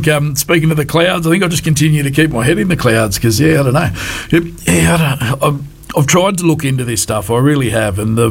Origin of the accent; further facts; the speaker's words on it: Wee Waa, New South Wales, Australia; I come from Wee War, as a lot of people know, and grew up out there